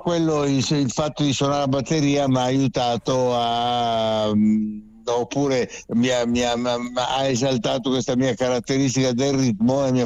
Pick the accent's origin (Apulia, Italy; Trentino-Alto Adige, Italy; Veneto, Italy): Veneto, Italy; Ceggia; born there; Io sono nato a Ceggia, che è un paesino vicino a San Donato di Piave.